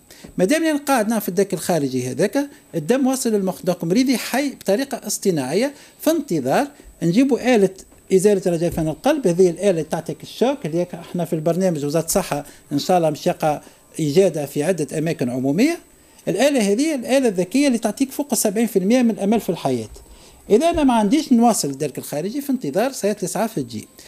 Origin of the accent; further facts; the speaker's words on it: Tunisia; المعروفة عندنا في تونس كالاسبيجيك